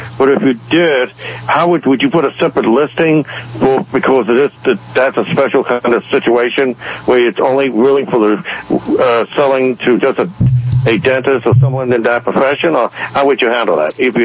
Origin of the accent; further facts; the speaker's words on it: Washington, District of Columbia, United States; when I was growing up in Washington, D.C.